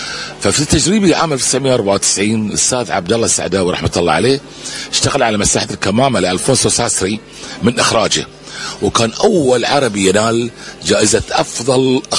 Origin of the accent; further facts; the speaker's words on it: Bahrain; also born or lived in Kuwait; اللي احنا عندنا في البحرين